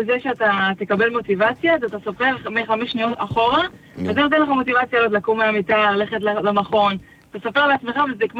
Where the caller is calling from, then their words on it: Netanya, Central District, Israel; אני מנתניה.